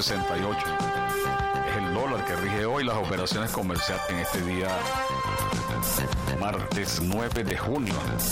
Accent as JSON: {"language": "Spanish", "country": "Venezuela", "said": "así somos los venezolanos."}